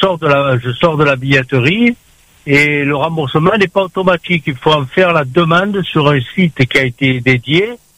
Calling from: Saint-Denis, Réunion; Parce que je viens de Saint-Denis

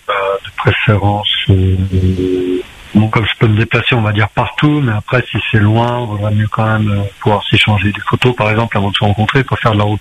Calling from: Le Tampon, Réunion; Je suis aux oreilles, j'habite au Tampon.

